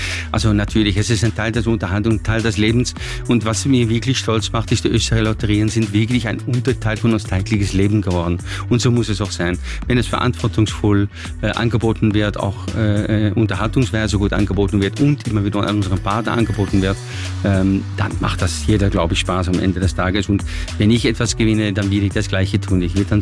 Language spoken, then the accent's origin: German; Netherlands; German is a second language; Ich bin Holländer, wie Sie wissen, vielleicht auch hören.